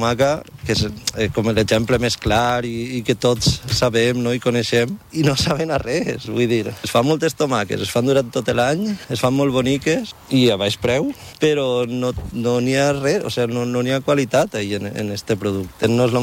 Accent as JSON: {"language": "Catalan", "town": "Oliva", "region": "Valencian Community", "country": "Spain", "said": "Nosaltres ara som d'Oliva i tenim les terres així."}